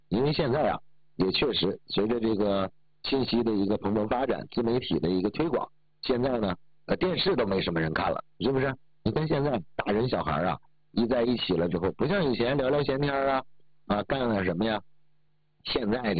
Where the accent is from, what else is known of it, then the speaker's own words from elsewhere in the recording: Heilongjiang, China; moved away; 我们老家是个小镇子嘛，要从这个小镇子里面坐火车啊，坐3个小时，就慢的是3个小时，快的是2个小时。